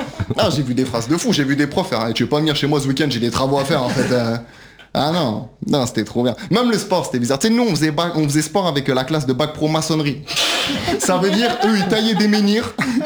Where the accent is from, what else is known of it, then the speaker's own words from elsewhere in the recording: Brittany, France; moi je suis breton moi à la base.